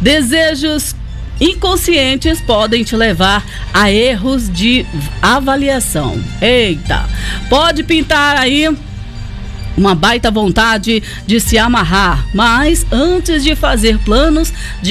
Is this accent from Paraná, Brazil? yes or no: no; Maranhão, Brazil; não é porque eu sou daqui do Maranhão não